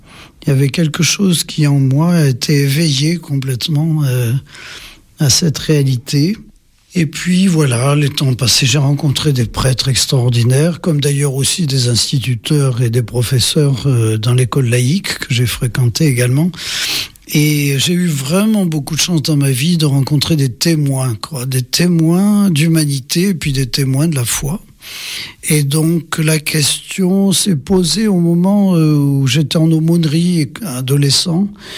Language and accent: French; Limoges, Nouvelle-Aquitaine, France